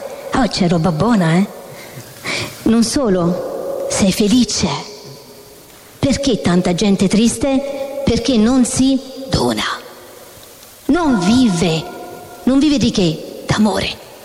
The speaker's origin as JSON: {"language": "Italian", "town": "Rome", "region": "Lazio", "country": "Italy", "said": "E sono romana, quindi chiedo scusa se qualche volta per superare la timidezza mi esce fuori qualche parola romana."}